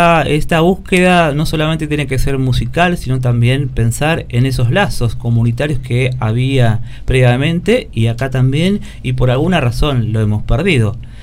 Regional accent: Argentina

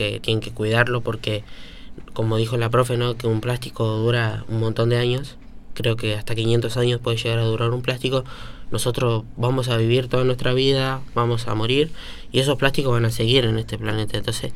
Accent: Argentina; Yo soy de Luchetti.

